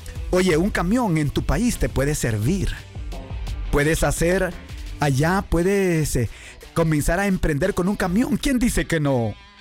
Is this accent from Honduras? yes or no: yes; Honduras; now in United States; Mientras que en mi país, ahí trabajas y no te pagan. No sé si te pasa lo mismo, pero a mí sí me ha pasado, hermanito. En Honduras trabajé como 15 días de ayudante de albañil